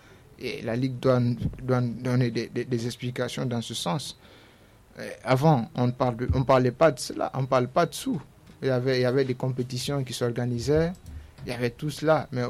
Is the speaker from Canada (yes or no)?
no; Guinea; c'est pas parce qu'on est guinéen